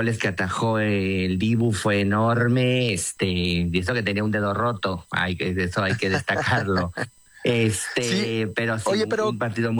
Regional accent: Mexico; yo como mexicano en la vida me he sentido ni discriminado

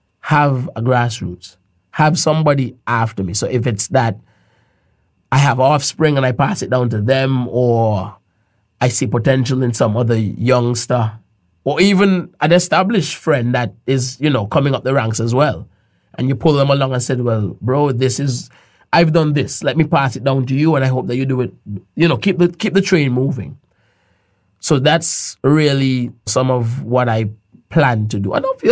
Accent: Montserrat; even though I wasn't born in Montserrat, I grew up in Montserrat to Montserrat and parents. So I have that humility within me to know that, okay, I'm from a very small place.

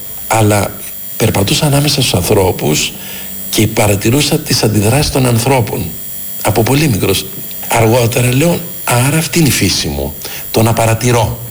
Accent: Athens, Attica, Greece; Όταν ήμουν πολύ μικρό παιδάκι, έμεινα δίπλα σε ένα γήπεδο. Εκεί γεννήθηκα, στα Ηλίσια, στο γήπεδο ποδοσφαίρου του Ηλισιακού.

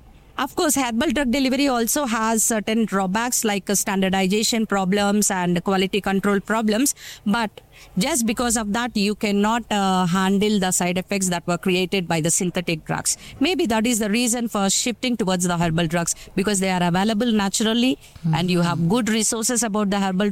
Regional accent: India; moved away as an adult; now in Kenya; I'm from India, basically.

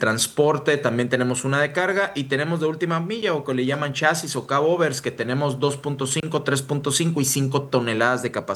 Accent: Mexico; somos mexicanos 100%. Estudiados en México

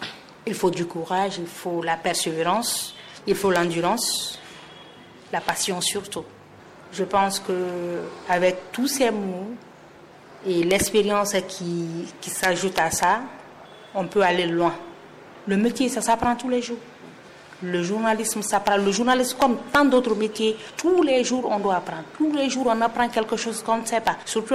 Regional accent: Conakry, Guinea; je suis née à Conakry, à Imbaya. J'ai grandi à Conakry, donc voilà, c'est pendant quelques vacances que je partais à l'intérieur du pays.

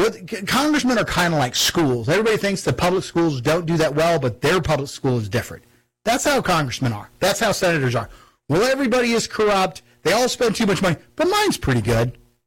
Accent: Missouri, United States; But I'm from Missouri. We've had our own situation.

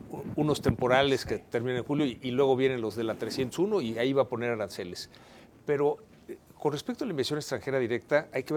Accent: Mexico; nuestra prioridad como país es Norteamérica.

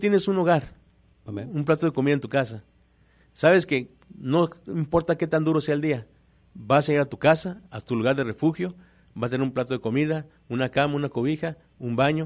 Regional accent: Ciudad Juárez, Chihuahua, Mexico

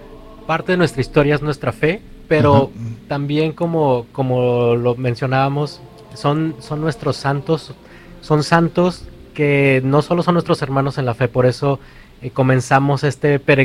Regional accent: Mexico

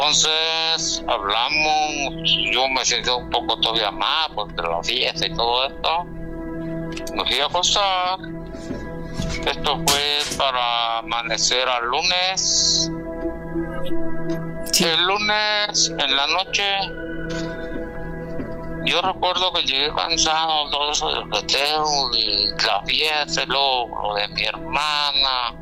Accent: Guanajuato, Mexico; now in Chicago, United States; Desde Chicago. Bueno, yo soy de Guanajuato, pero ahorita traigo en Chicago

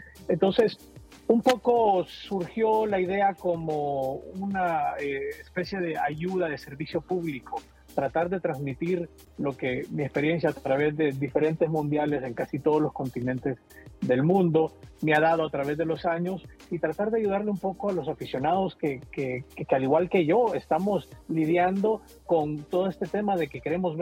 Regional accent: Honduras; moved away as an adult; now in Washington, United States; yo soy de Honduras y hace muchos años, ya la mitad de mi vida la llevo en este bello país, en Estados Unidos y en particular en Washington.

